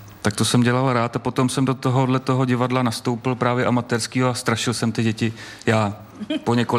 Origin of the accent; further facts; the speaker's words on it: Písek, South Bohemian Region, Czechia; já jsem z Písku